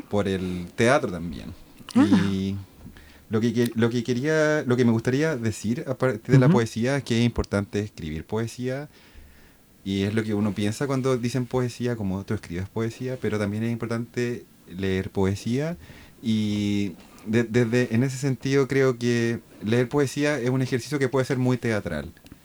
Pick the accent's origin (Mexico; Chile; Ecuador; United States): Chile; Santiago, Santiago Metropolitan Region; moved away as an adult; now in Tübingen, Germany; Sí, bueno, yo vengo de Santiago, uh-huh. Santiago de Chile. Llegué hace 2 años y medio acá a trabajar en mi tesis de doctorado en la clínica en Tübingen.